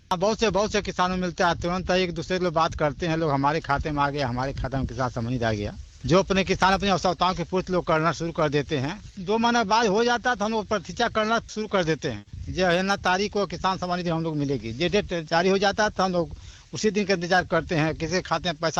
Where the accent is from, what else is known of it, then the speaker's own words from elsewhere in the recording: Duguna, Uttar Pradesh, India; ग्राम दुगुना, जिला गोरखपुर का रहने वाला हूँ।